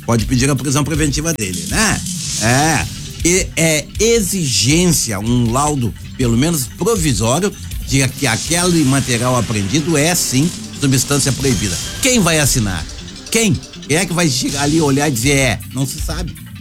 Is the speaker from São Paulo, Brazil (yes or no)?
no; Porto Alegre, Rio Grande do Sul, Brazil; na minha querida Vila Jardim, onde nasci e me criei.